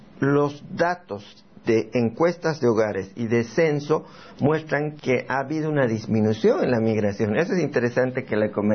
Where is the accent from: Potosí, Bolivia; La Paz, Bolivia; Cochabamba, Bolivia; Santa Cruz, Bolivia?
Santa Cruz, Bolivia; somos parte de Bolivia igual, hemos estado retrocediendo, necesitamos reencantarnos con la historia de crecimiento cruceña